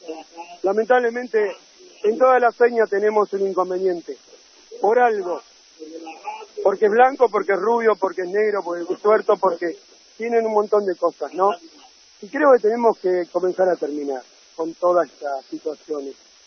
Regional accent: Argentina; born there; Nosotros somos totalmente argentinos, vamos a ser de por vida argentinos, porque nacimos en nuestra tierra, pero tenemos nuestra cultura

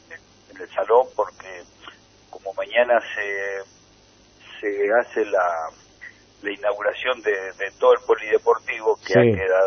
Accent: Choele Choel, Río Negro, Argentina; no nací acá en Choel, pero lo siento como mío porque, hice mi escuela primaria, bueno, después participé en muchas instituciones

